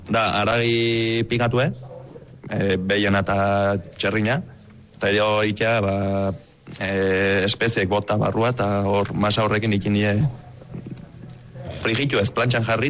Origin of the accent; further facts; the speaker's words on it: Lazkao, Basque Country, Spain; also born or lived in Romania; Ni lazkautarra esateko. Azkenako, hemen enaiz jaio, baina txiki-txikitatik hemen bizi izan naiz, hemen ditu launek, hemen dauket lana, hemen dauket dana.